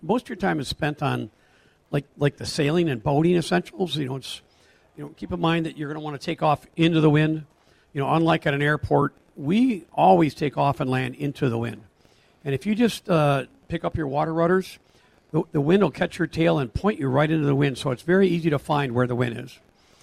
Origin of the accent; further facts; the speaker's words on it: Michigan, United States; Just north of Grand Rapids, Michigan.